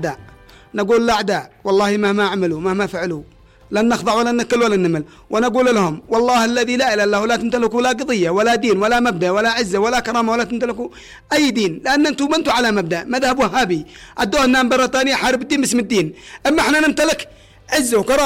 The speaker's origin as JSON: {"language": "Arabic", "town": "Bart al-Anan", "region": "Al Jawf", "country": "Yemen", "said": "أنا من الجوف من مدينة برة العنان"}